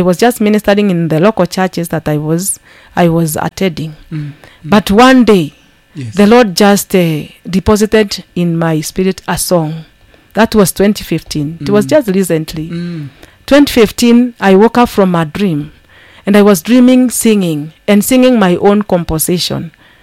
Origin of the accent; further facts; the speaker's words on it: Kenya; first language Kikuyu; English is a second language; Because if you listen to it and you are able to understand maybe my mother tongue, that is Kikuyu, you will be able to see the verses are talking about why were you created?